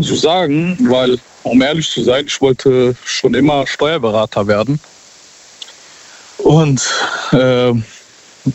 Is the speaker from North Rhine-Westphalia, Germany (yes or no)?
no; Seeheim-Jugenheim, Hesse, Germany; Ich bin aus Seeheim.